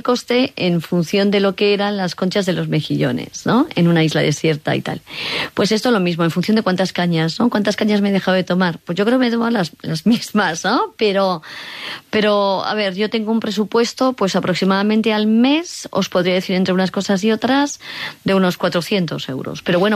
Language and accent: Spanish; Cuenca, Castilla-La Mancha, Spain; now in Madrid, Spain; cuando vine yo aquí a estudiar, ¿no?, a Madrid, yo soy de Cuenca